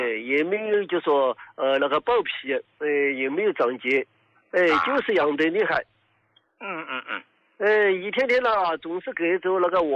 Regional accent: Sichuan, China; 胡老师，我是四川的一个听众。

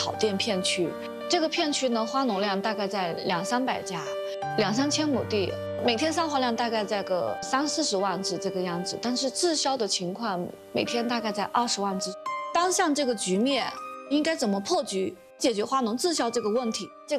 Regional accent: Dali, Yunnan, China; 我来自云南大理

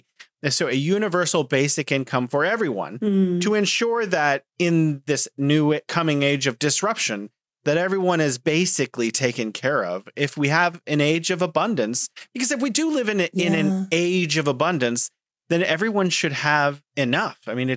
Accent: United States; I have to admit, as an American, the vast majority of our education for our K-12 students isn't very good.

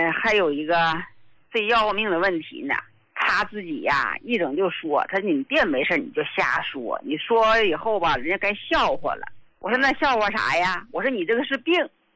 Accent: Jiangsu, China; 我是江苏的

